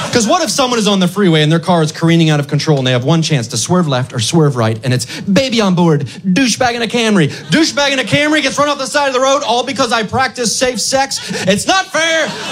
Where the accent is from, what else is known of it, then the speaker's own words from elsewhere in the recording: Honolulu, Hawaii, United States; I come from Honolulu.